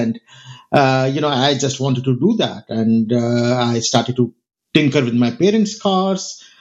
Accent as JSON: {"language": "English", "country": "India", "tie": "born or raised there", "said": "my favorite TV show, I grew up in India, my favorite TV show was watching cars race in the Himalayan car rally."}